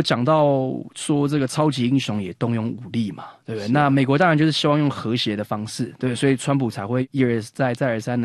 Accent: Taiwan; 咱台湾有三个：长荣、万海、阳明

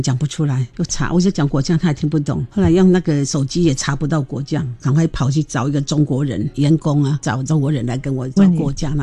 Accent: Taiwan; 我说我来自台湾，台湾人的事，他就欢迎我。

